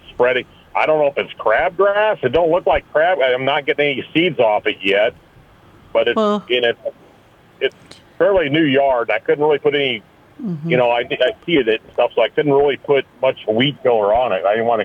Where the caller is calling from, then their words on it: Sterling, Nebraska, United States; from Sterling.